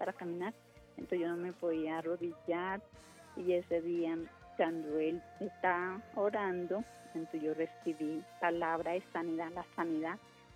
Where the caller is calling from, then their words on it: Bogotá, Colombia; De aquí, Bogotá, hermano